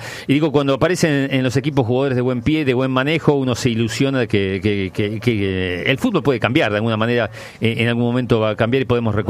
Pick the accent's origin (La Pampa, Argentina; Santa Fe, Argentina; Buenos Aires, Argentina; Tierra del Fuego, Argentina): Santa Fe, Argentina; Tablada; yo soy de Tablada